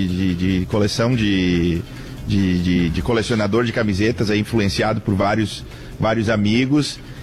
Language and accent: Portuguese; Bento Gonçalves, Rio Grande do Sul, Brazil; moved away; jogava futebol na base no Rio Grande do Sul, sou de Bento Gonçalves. E há 25 anos eu vim pra cá